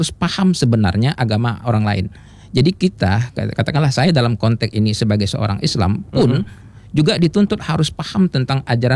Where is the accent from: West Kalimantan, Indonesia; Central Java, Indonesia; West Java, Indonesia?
West Kalimantan, Indonesia; Sambas; kita masyarakat Sambas itu pernah punya sejarah kelam kerusuhan.